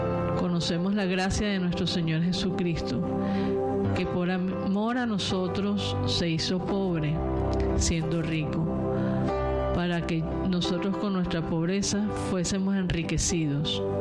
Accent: Venezuela; nosotros los venezolanos

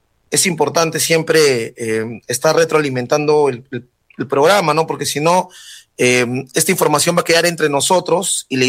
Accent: Peru; nosotros que somos peruanos

